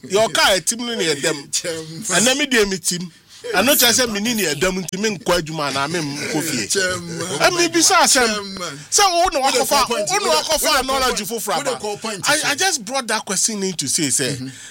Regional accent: Ghana; but I only rationalize the issue as a Ghanaian

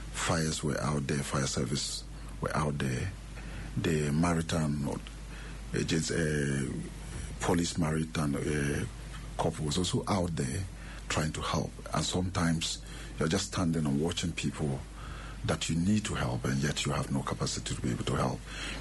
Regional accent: Ghana; That doesn't make you a Ghanaian. As a Ghanaian, when your colleague, especially when the dead body, we respect the dead so much.

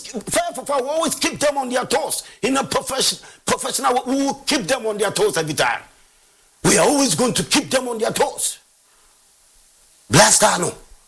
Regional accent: Ghana; I'm a Ghanaian.

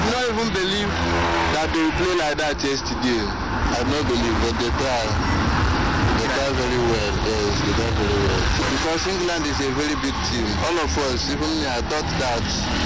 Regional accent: Nigeria; I'm a Nigerian, so you know the competition. It's not that I hate Ghana, but I can't support Black Stars.

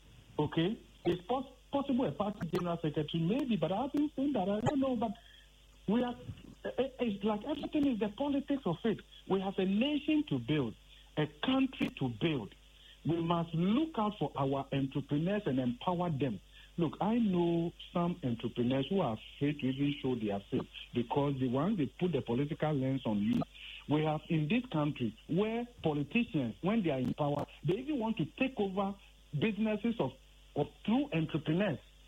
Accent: Ghana

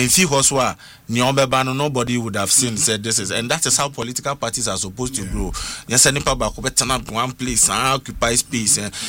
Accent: Tema, Greater Accra, Ghana; So, I was born bred in Tema Committee 9.

